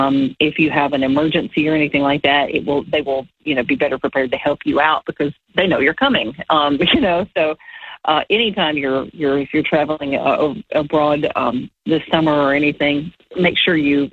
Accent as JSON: {"language": "English", "region": "the South", "country": "United States", "said": "I mean, I'm from the South, and down there it's football."}